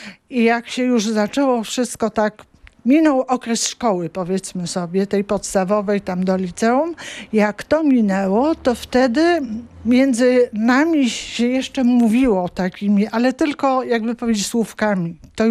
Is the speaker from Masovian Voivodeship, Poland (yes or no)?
no; Puck, Pomeranian Voivodeship, Poland; Mój dziadek urodził się w Pucku, mój ojciec urodził się w Pucku, ja się urodziłam w Pucku. My jesteśmy wszyscy od urodzenia razem z mężem Puczanami.